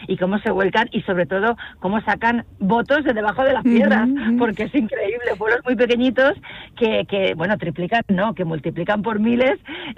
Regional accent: Castilla-La Mancha, Spain; este carácter castellano-manchego, que empezamos a sacar pecho por nuestra tierra

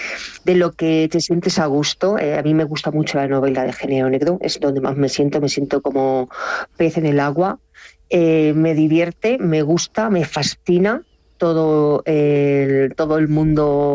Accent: Cuenca province, Castilla-La Mancha, Spain; el Canto del Grajo comenzó en mi pueblo, en mi pueblo lo conozco como la palma de mi mano, en tierras conquenses.

